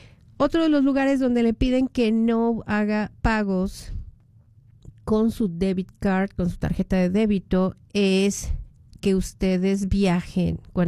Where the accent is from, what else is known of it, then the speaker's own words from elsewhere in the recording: Mexico; Él es ecuatoriano, yo soy mexicana y hoy juega mi México y su país